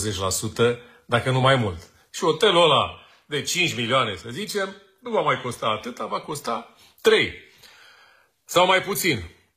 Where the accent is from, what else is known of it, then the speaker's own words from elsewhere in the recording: Romania; am ajuns să fim noi românii un popor de struți.